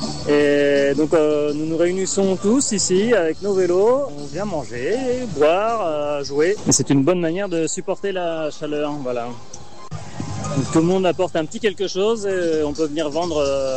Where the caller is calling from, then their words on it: Havana, Cuba; Je suis à Cuba, à La Havane.